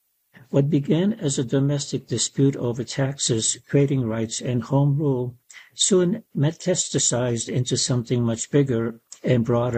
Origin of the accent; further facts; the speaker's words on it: England, United Kingdom; As a child growing up outside London, I learned next to nothing about the American Revolution and its global ripple effects.